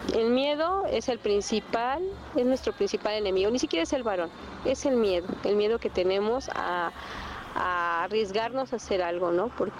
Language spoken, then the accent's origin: Spanish; Mexico; soy mexicana, estoy en México